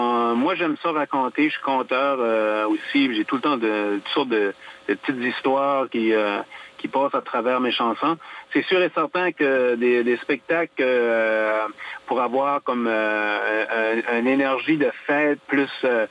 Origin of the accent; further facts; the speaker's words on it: Acadia, Canada; On est acadien, mais on a beaucoup d'influence anglaise aussi.